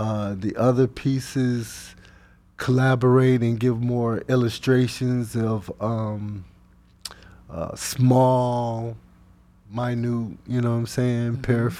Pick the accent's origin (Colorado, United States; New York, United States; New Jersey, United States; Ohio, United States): New York, United States; Rochester; I was raised in Van Acker projects.